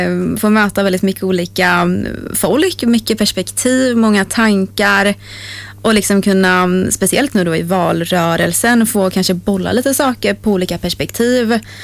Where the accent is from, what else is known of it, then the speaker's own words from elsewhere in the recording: Trollhättan, Västra Götaland County, Sweden; moved away as an adult; now in Vänersborg, Sweden; Jag är ju uppvuxen och född i Trollhättan, så det är ju en nära stad till Handa. Men nu bor jag i Vänersborg